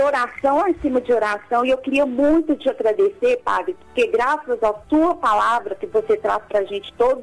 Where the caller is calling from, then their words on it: Pedro Leopoldo, Minas Gerais, Brazil; Eu falo de Pedro Leopoldo, bairro Doutor Lund, Minas Gerais.